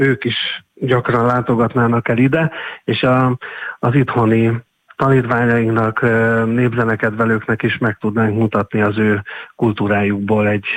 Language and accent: Hungarian; Kecskemét, Bács-Kiskun, Hungary; Mi kecskemétiek vagyunk